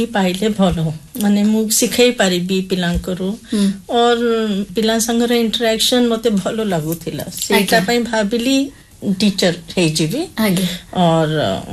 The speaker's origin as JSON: {"language": "Odia", "town": "Charbatia", "region": "Odisha", "country": "India", "tie": "born or raised there", "also_born_or_lived": "Delhi / Mumbai / Punjab", "said": "ମୋର ଜନ୍ମ ହେଇଥିଲା ଦିଲ୍ଲୀରେ, କିନ୍ତୁ ବାପା ଏୟାରଫୋର୍ସରେ ଥିଲା ବେଳେ ବହୁତ ମାନେ ମୁମ୍ବାଇ, ଦିଲ୍ଲୀ, ପଞ୍ଜାବ ବୁଲିଥିଲି। ମୁଁ ଛୋଟ ଥିଲି, 1971ରେ ବାପା ଏୟାରଫୋର୍ସ ଛାଡ଼ିକି ଏଆରସି ଚାରବାଟିଆ ଏଠି ଜଏନ୍ କରିଲେ।"}